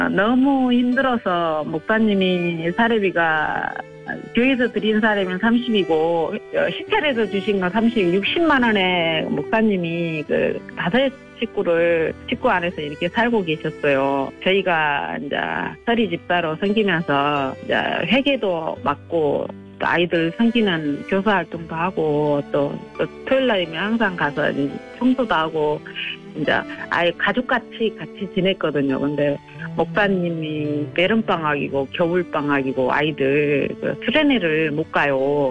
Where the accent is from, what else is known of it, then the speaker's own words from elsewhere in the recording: Suncheon, South Jeolla, South Korea; 제가 순천 사람입니다.